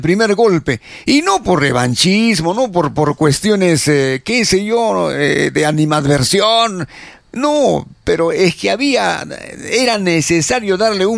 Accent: Peru; derechos que nos asisten como peruanos, como seres humanos

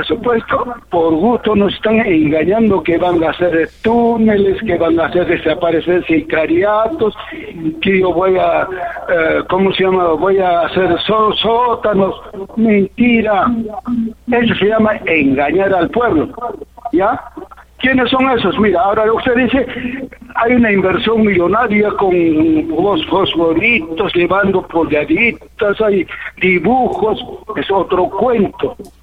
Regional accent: Peru; Somos reservistas del Perú.

